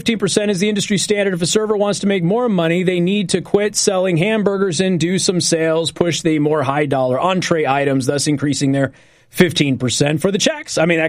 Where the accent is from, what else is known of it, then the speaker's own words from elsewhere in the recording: Las Vegas, Nevada, United States; moved away; I'm from Las Vegas, I'm from the service capital of the world